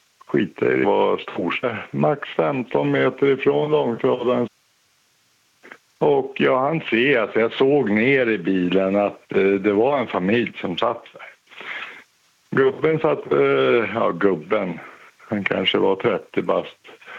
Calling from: Mora, Dalarna County, Sweden

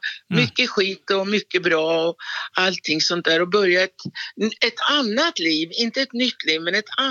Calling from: Åby, Sweden; jag har mina vänner där och jag är från Åby.

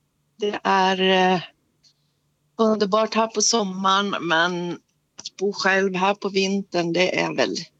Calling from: Näverede, Jämtland County, Sweden; Jag är hemma på Älvbrinken i Näverede i Ragunda kommun.

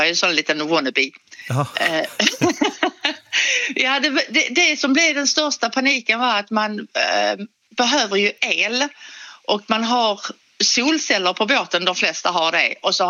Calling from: Skåne, Sweden; Du kanske hör att vi är från Skåne.

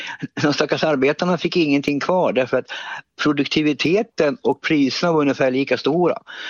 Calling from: Ludvika, Dalarna County, Sweden; Jag kommer ju från Ludvika

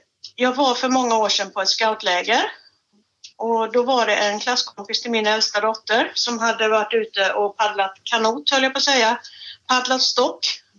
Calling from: Jönköping County, Sweden; Jag är inte riktigt i Jönköping. Jag kom ifrån Ulricehamn och jag är bottnare nu. Så vi är i Småland i alla fall.

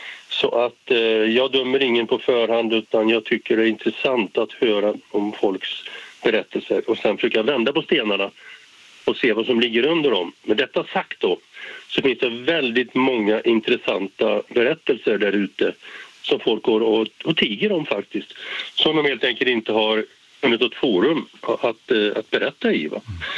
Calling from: Järfälla, Stockholm County, Sweden; Jag är hemma i Järfälla

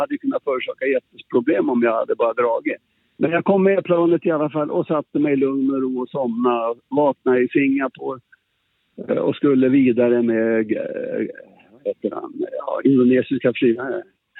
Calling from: Sweden; Hon jobbade utomlands och jag var hemma i Sverige.

